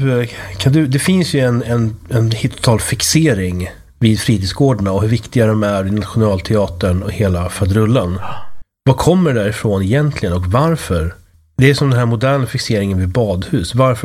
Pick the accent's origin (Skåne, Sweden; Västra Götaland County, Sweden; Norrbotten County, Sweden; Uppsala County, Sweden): Uppsala County, Sweden; Uppsala; i Uppsala där jag växte upp.